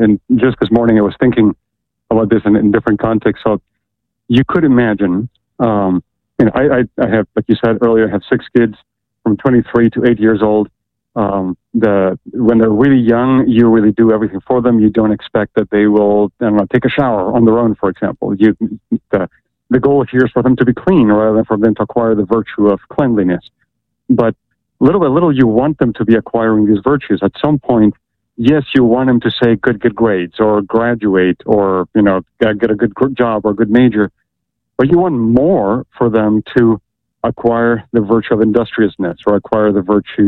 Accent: Ecuador; I am still in Ecuador

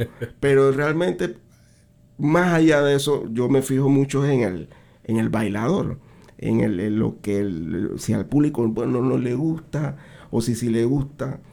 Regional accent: Panama; yo le hice como buen panameño una nivelación

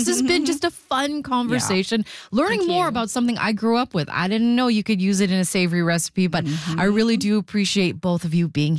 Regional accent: Philippines; You know what's interesting is that I'm Filipino myself.

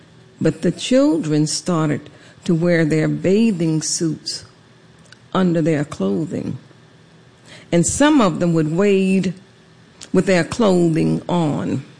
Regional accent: Savannah, Georgia, United States; And that is how it was growing up in Savannah, Georgia.

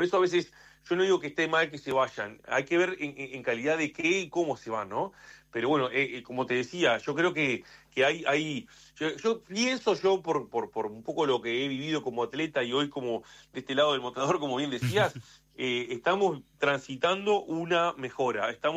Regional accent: Uruguay; estamos en Uruguay

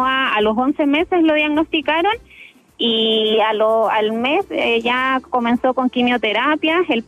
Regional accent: La Serena, Coquimbo, Chile; moved away as an adult; now in Santiago, Chile; somos de La Serena, entonces esto significó trasladarnos a Santiago y arriendos y costos. Tenemos a nuestros dos hijos mayores en La Serena

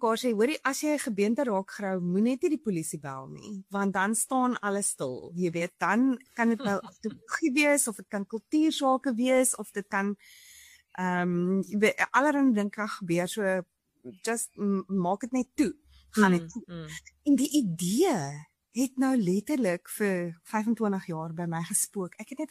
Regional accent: Bloubergstrand, Western Cape, South Africa; now in Melkbosstrand, South Africa; Dit speel in 2018 af, so dis 'n hedendaagse verhaal in Bloubergstrand wat my Tuisdorp is nou woon in Melkbos, maar ek werk in Blouberg, dis maar my hartsplek.

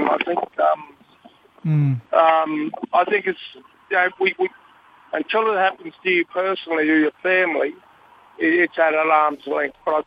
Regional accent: Australia; our people come from, I come from Cullamulla.

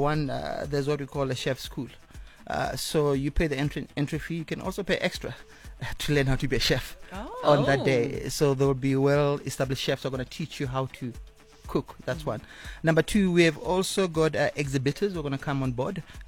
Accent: Limpopo, South Africa; moved away; I'm from Kwankowa, Limpopo.

